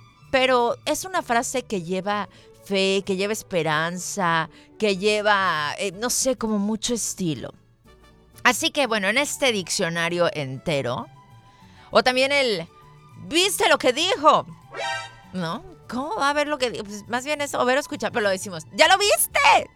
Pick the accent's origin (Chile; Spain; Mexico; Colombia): Mexico